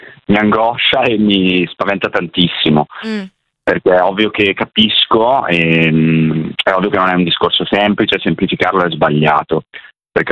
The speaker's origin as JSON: {"language": "Italian", "town": "Clusone", "region": "Lombardy", "country": "Italy", "said": "nel senso io sono di Clusone, quindi Valseriana"}